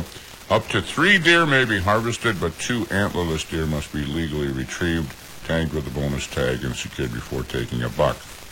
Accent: Butterfield, Minnesota, United States; moved away; Butterfield. All right, yeah, that's my hometown.

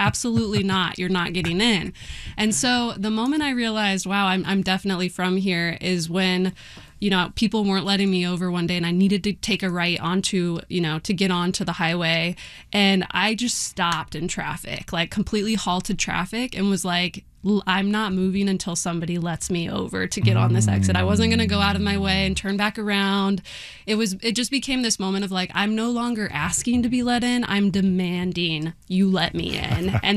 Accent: Indianapolis, Indiana, United States; now in Los Angeles, United States; I come from Indianapolis in Indiana.

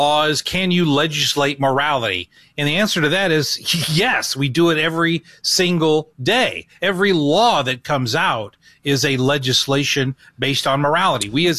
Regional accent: West Frankfort, Illinois, United States; When I was 12, growing up in West Frankfort, Illinois

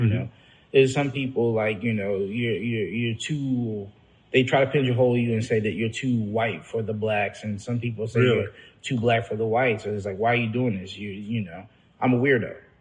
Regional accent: United States; You know, I'm an American.

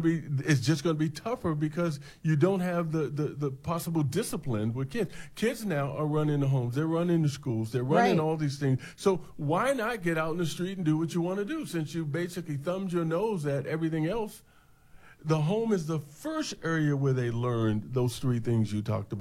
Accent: Washington, District of Columbia, United States; I grew up in Washington, D.C., like I said, and I was classified as a minority.

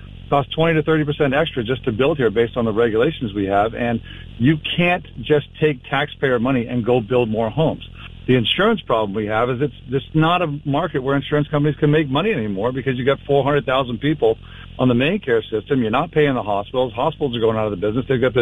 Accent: Maine, United States; I grew up in Maine. My wife grew up in Maine. Our kids did. They all went to the same high school I did. We still have one in school. So we're experienced with, you know, real life in Maine from our whole childhood here and our kids' childhood here.

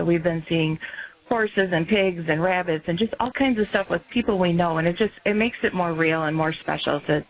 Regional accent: St. Charles, Michigan, United States; now in Standish, United States; I grew up in St. Charles and went to the Saginaw County Fair throughout my life in Midland County

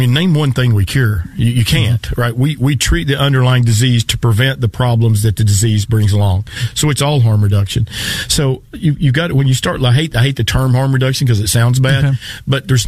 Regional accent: Tennessee, United States; now in Nashville, United States; Well, I'm from Appalachia. Okay. So I am from Appalachia. Right. I grew up in Northeast Tennessee.

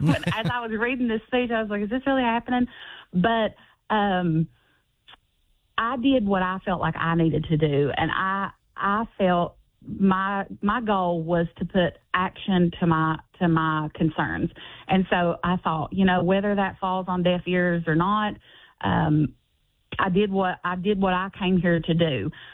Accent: West Virginia, United States; I had a very, even though it was tucked in the mountains of West Virginia, and people might have, outsiders may say that I didn't have a lot of experience, I feel like I had a very rich childhood.

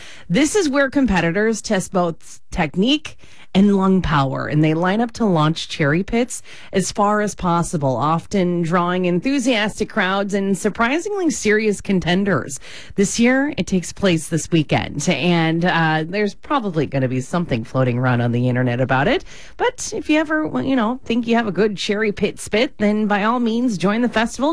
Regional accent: Midwest, United States; I told you that I grew up in the Midwest, right?

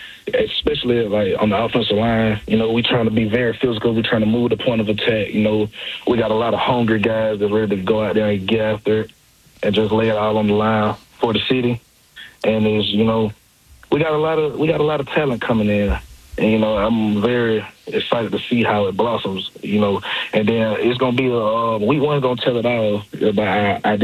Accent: Georgia, United States; now in Cleveland, United States; I'm originally from South Georgia

